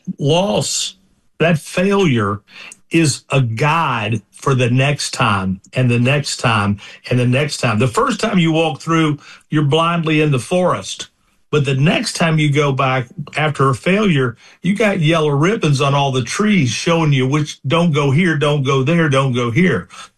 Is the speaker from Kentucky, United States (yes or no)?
yes; Kentucky, United States; I'm from Kentucky